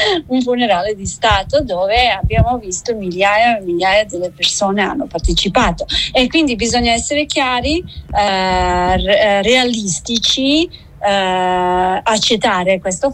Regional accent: Serbia; Italian is a second language; moved away; che sono serba

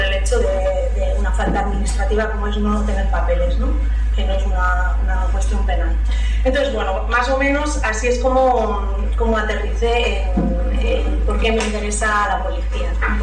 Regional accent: Getxo, Basque Country, Spain; moved away; Yo soy del barrio de Romo del municipio de Getxo y no había tenido nunca relación con la policía.

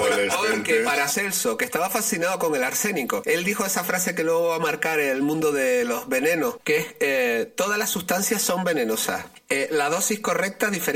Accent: Galicia, Spain; un abrazo desde aquí a todos mis colegas valencianos, que os quiero mucho, pero a ver, y soy gallego, ¿eh?

